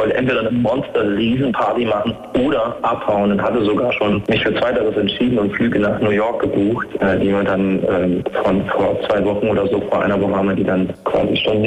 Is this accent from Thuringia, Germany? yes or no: yes; Erfurt, Thuringia, Germany; bleibe ich denn jetzt in meiner Heimatstadt Erfurt, gehe ich nochmal raus